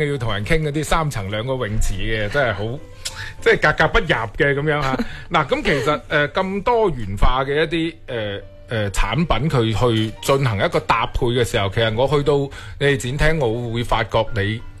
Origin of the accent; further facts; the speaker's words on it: Guangdong, China; 我哋广东人